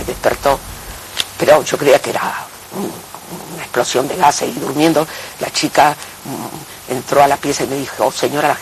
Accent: Argentina; Acá, en mi país, en mi ciudad, en mi barrio.

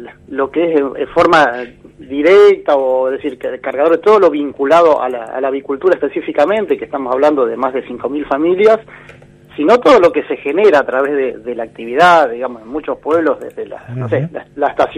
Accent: Argentina; para los argentinos, que somos, claro, muy del asadito

